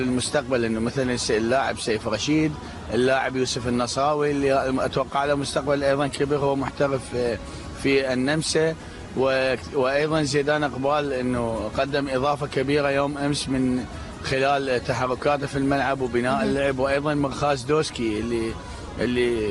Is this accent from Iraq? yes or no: yes; Iraq; احنا عندنا بالعراق